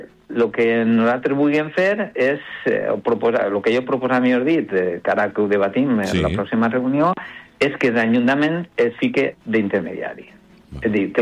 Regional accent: L'Olleria, Valencian Community, Spain; que jo soc d'Olleria, visquen allà l'home ferit, sí, soc ja mig adoptat, o sigui, soc mig i mig

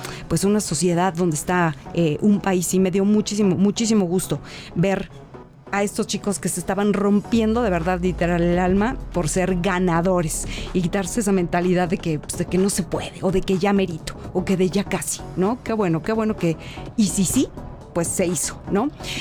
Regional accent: Mexico; todos somos mexicanos

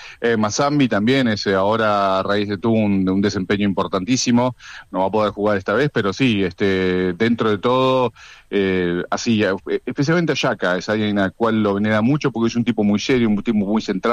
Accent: Argentina; now in Switzerland; yo como argentino

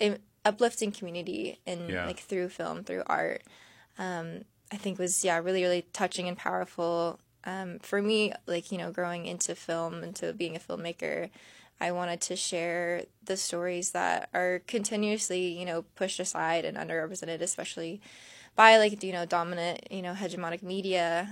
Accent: Santa Clarita, California, United States; I grew up in Santa Clarita, California. It's okay. Like just north of LA.

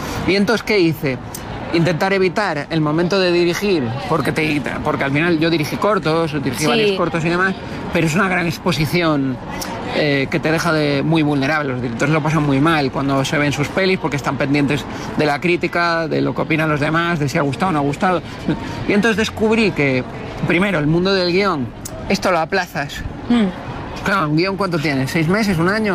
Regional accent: Canary Islands, Spain; born there; also born or lived in Galicia

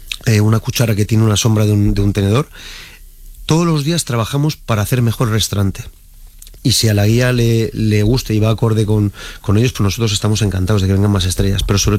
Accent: Madrid, Community of Madrid, Spain; Y mira que no soy del Atleti, soy de Madrid, mira, volviendo al fútbol.

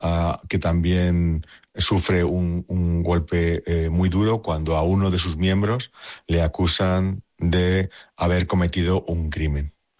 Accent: Madrid, Community of Madrid, Spain; Pues Tetuán, que es un barrio del noroeste de Madrid, que es donde yo nací y crecí y pasé toda mi juventud

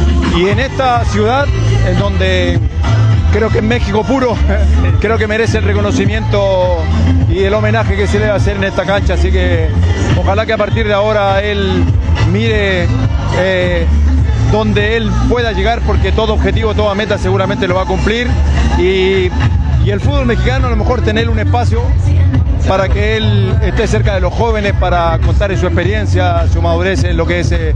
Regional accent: Chile; Como chilenos tenemos bonitos recuerdos, otros no tan buenos

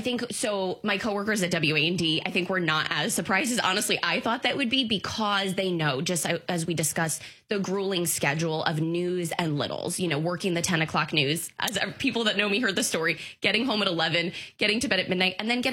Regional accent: New Jersey, United States; Jersey. I'm a Jersey girl.

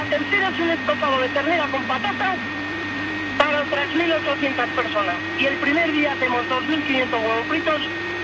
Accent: Fustiñana, Navarre, Spain; Quiero dejar claro que estoy en Tudela, pero soy de Fustiñana.

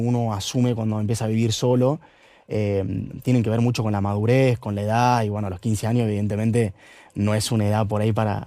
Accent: Villa Rumipal, Córdoba, Argentina; porque somos 3.000 habitantes, en Rumipal se llama mi pueblo. Y de repente llegar a Buenos Aires, que yo era la segunda vez que venía en mi vida a Buenos Aires

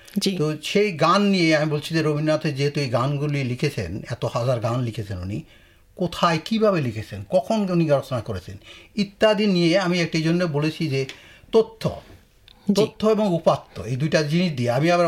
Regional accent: Bangladesh; moved away as an adult; also born or lived in Adelaide, Australia / Melbourne, Australia; now in Brisbane, Australia; যেহেতু আমরা বাংলাদেশ থেকে এসেছি

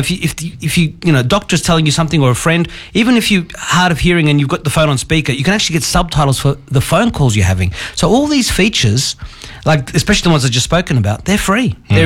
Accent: Australia; born there; being born in Australia with my English as my mother tongue, and I went to the French school, I speak better French than I speak Russian.

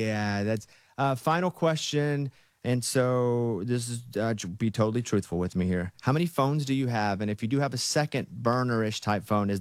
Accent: Arkansas, United States; I'm from Arkansas. Like, that's what we have. We don't have pro. We have the University of Arkansas.

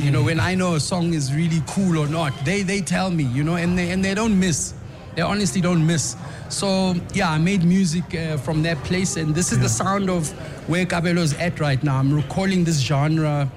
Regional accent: South Africa; But one thing we did realize was we are in a South African context. And if we are going to resonate with our people, we've got to use those influences whilst resonating with the people.

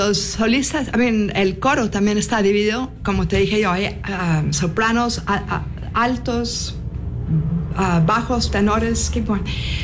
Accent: Dominican Republic; born there; Nací en la República Dominicana.

